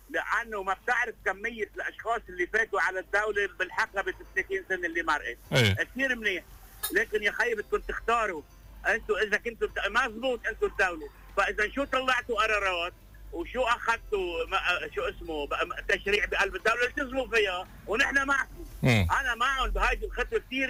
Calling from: Lebanon

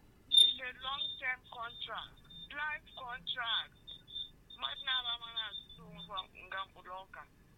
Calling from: Iran; English is a second language; I'm reaching you from Iran.

